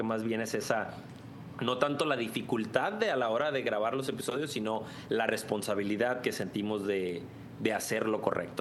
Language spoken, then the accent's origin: Spanish; Sonora, Mexico; now in Los Angeles, United States; Yo crecí en México gran parte de mi vida, en una ciudad muy pequeña, en el estado de Sonora, en el norte de México.